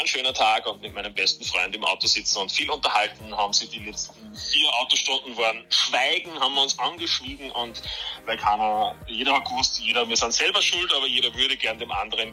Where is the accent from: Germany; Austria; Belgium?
Austria; Upper Austria; ich komme aus der Region Linz